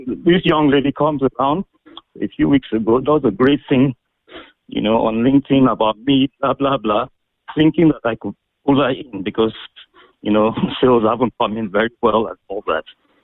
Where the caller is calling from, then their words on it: Lagos, Nigeria; I'm calling from Lagos Island. Lagos mainland, sorry.